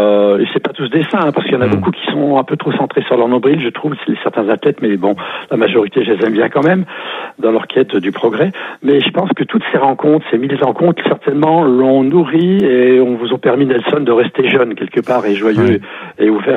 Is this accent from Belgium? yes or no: no; Auvergne-Rhône-Alpes, France; Je suis un Auvergnat. J'habite à côté de Clermont-Ferrand.